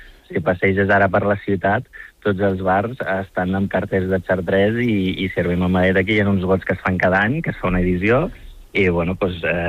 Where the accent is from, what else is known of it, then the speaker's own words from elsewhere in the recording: Morocco; now in Tarragona, Spain; jo vinc del nord del Marroc, soc a Masí...